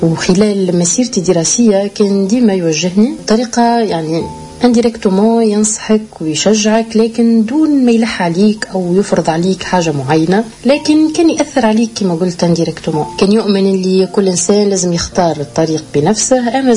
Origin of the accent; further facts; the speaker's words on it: Medenine, Tunisia; بين دارنا في مدنين